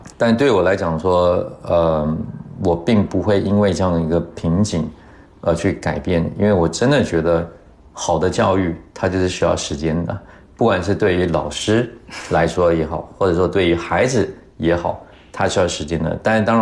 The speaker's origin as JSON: {"language": "Chinese", "country": "China", "said": "因为对于我们中国人来讲，我们其实中文也有语法，对吧？"}